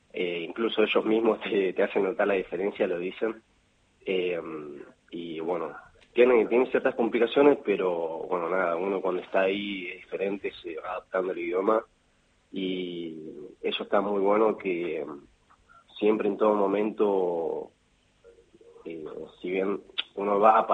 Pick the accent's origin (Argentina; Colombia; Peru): Argentina; Carmen de Patagones, Buenos Aires Province; Yo soy de Carmen de Patagones.